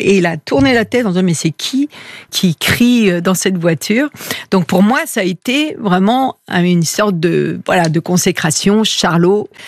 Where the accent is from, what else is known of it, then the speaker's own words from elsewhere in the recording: France; Parce que je suis française